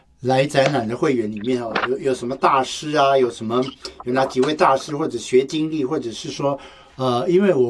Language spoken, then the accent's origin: Chinese; Tainan, Taiwan; 因为我的老家在台南哈，台南有一个地方叫南鲲身